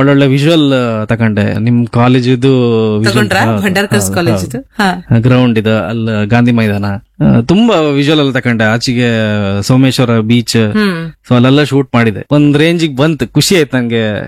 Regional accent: Kundapura, Karnataka, India

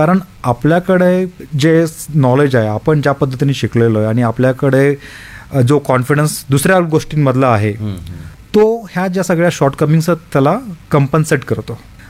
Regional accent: Latur, Maharashtra, India; moved away; also born or lived in Osmanabad; मी लातूरचं आहे.

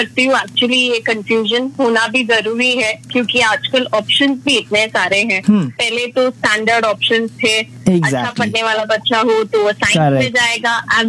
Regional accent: Mumbai, Maharashtra, India; मैं अमची मुंबई से हूँ।

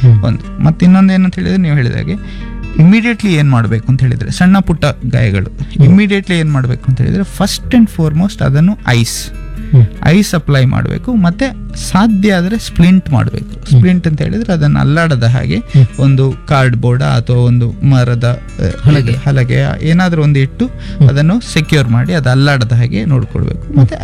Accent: Karnataka, India

